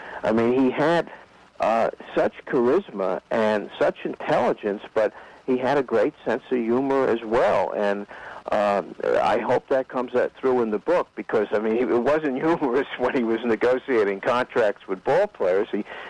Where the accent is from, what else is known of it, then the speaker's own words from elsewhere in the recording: New York, United States; it's real nice to be with you here tonight. I grew up in New York.